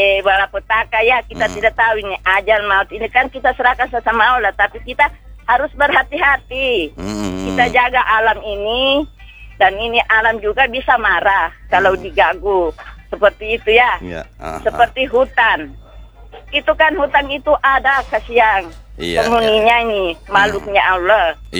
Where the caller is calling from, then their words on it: Kendari, Southeast Sulawesi, Indonesia; Sulawesi Tenggara, Kendari. Saya di bagian Sindang